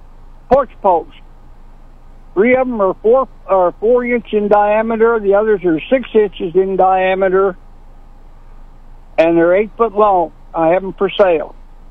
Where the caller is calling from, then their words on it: Lamont, Missouri, United States; I'm calling from Lamont.